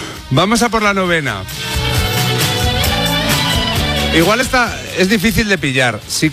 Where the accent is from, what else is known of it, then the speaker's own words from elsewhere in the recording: Guijuelo, Castile and León, Spain; Porque yo que soy de Salamanca, en Guijuelo, a las ensaladas le echan medio cerdo, ¿sabes?